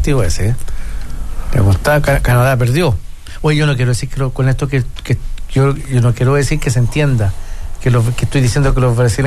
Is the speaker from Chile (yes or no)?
yes; Chile